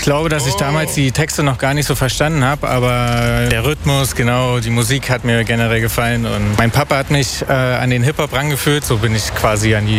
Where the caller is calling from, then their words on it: Berlin, Germany; ich komme aus Berlin.